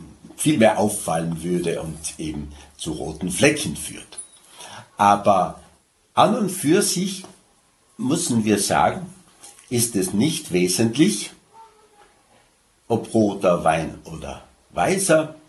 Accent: Tyrol, Austria; accent: Tyrolean; Ich bemühe mich als Tiroler, weil ich eben beim Radio bin, ein bisschen verständlich zu sprechen.

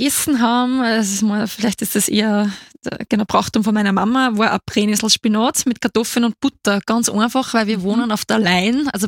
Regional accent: Waldhausen im Strudengau, Upper Austria, Austria; Genau, also ich komme aus dem Mühlviertel, Waldhausen im Strudengau, wunderschönes Fleckchen. Waldhausen im Strudengau, das ist in der Nähe von Krain an der Donau

